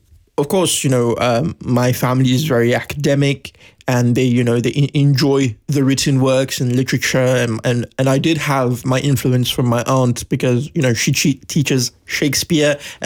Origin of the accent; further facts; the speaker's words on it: Mauritius; also born or lived in Madagascar; So obviously I was born in Mauritius in the month of June, the 1st of June to be precise. And I had grown up here. My mother is South African, my dad's Mauritian.